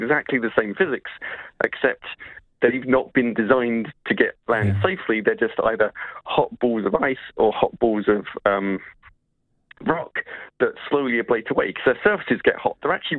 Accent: England, United Kingdom; accent: English; now in New Zealand; with my English accent

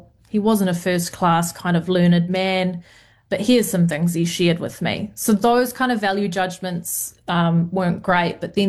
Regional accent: Canterbury, New Zealand; I think because I grew up in Canterbury, I grew up pretty Pākehā.

